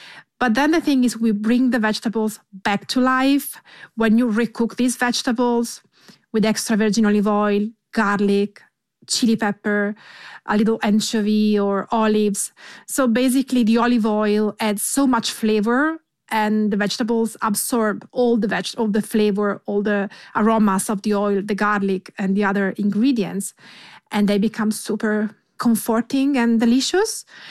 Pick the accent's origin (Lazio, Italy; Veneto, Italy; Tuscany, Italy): Tuscany, Italy; Colle di Val d'Elsa; I grew up in the same very house where now I live. And this is the house where my father was born and my grandmother was born. This is in Colle Valdelsa, which is about 1 hour from Florence and half an hour from Siena. So I'm a Tuscan born